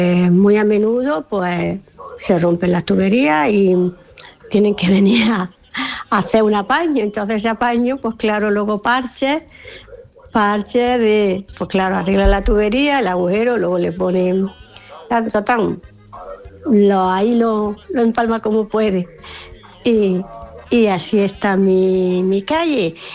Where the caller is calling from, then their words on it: Guadix, Andalusia, Spain; en mi pueblo, que es Guadix.